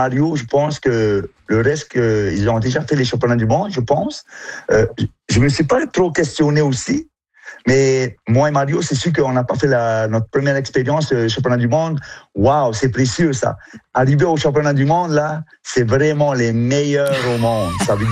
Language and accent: French; French Polynesia; now in Lac-Saint-Jean, Canada; Ben, chez nous, en Polynésie